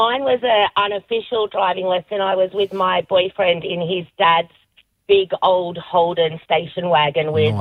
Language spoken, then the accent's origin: English; New South Wales, Australia; Growing up in the Shire, so I was unofficially driving.